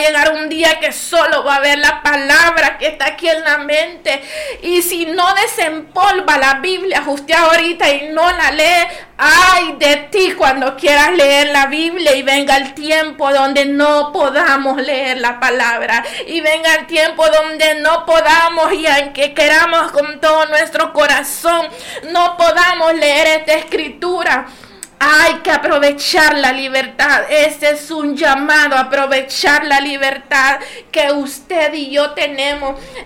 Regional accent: El Salvador; todos estamos seguros en el país de El Salvador

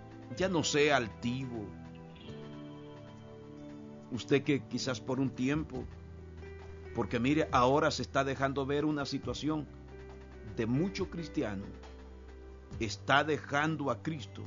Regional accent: Chalchuapa, Santa Ana, El Salvador; mi lugar de donde yo vengo, hay lugares donde las personas ahora, hermanos, Charchuapa

